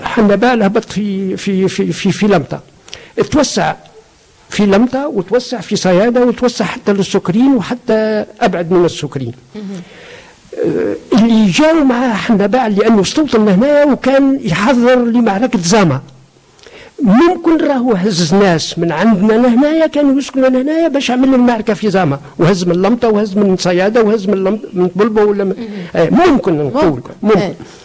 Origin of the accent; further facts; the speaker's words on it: Sayada, Monastir Governorate, Tunisia; هذه مدينتي